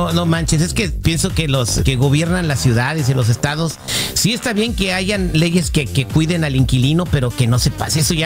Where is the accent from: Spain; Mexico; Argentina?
Mexico; Michoacán; ahorita casi todos los productores en activo que andamos somos de Michoacán, salvo el genio Lucas, que es de Guanajuato. Ese Heraldo de Michoacán, Don Cheto de Michoacán, tu servidor de Michoacán.